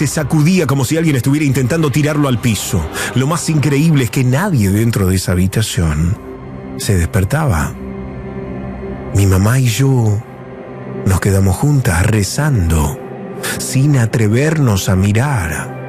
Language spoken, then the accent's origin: Spanish; Ciudadela, Buenos Aires Province, Argentina